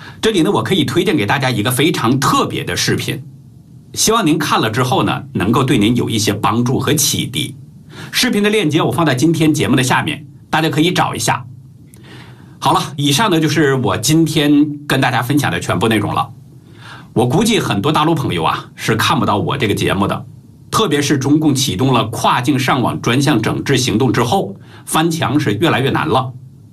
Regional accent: China; moved away; 我是来自中国，我的亲人和朋友也都在中国

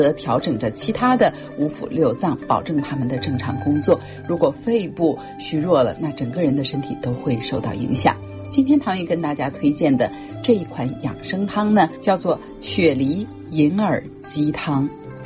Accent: China

